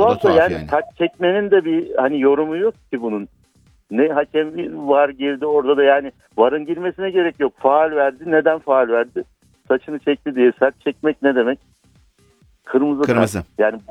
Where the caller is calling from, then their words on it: Ankara, Turkey; Ankara'dan arıyorum